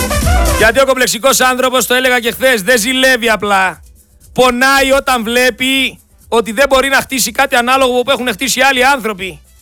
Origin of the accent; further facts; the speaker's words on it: Greece; Εγώ είμαι Έλληνας πολίτης